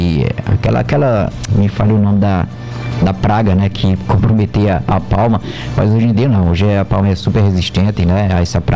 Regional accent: Campina Grande, Paraíba, Brazil; born there; minha terra já foi um dos maiores produtores também, Campina Grande

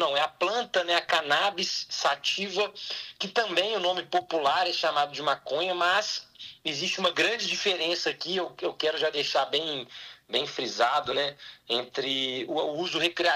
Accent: Belo Horizonte, Minas Gerais, Brazil; E eu nasci aqui em Belo Horizonte, no bairro Floresta, no qual eu morei grande parte da minha vida. Hoje eu moro ainda em Belo Horizonte, mas no bairro Cidade Nova.

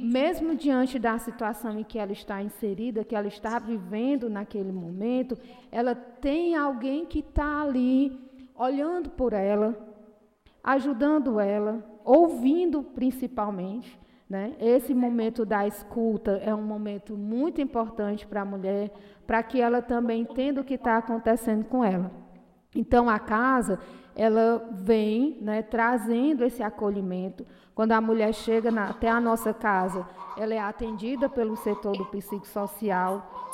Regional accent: Tamboril, Ceará, Brazil; now in Crateús, Brazil; eu sou de Tamboril e estou em Crateús, né? Sou uma mulher parda, de comunidade também, né?

